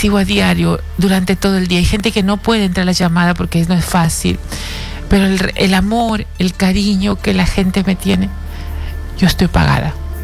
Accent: Peru; A mí me duele porque soy peruana, porque soy persona, porque soy gente.

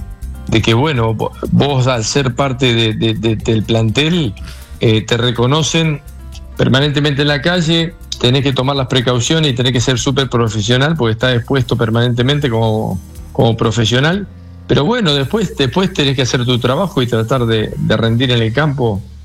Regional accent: Argentina; moved away; Yo soy argentino

